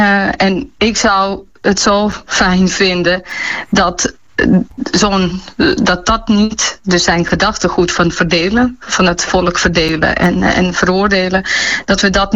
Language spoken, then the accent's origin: Dutch; Bosnia & Herzegovina; now in Netherlands; ik kom echt uit Bosnië, waar die oorlogsmisdaden plaats hebben gevonden. Zelf van Servisch-Kroatische roots.